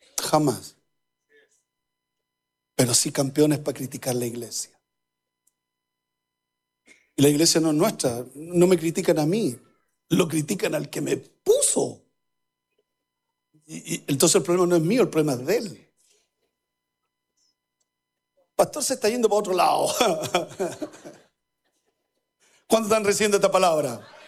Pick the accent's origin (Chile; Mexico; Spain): Chile; A otro hueso, a otro perro conoce hueso. Así somos los chilenos. Nosotros no desconfiados.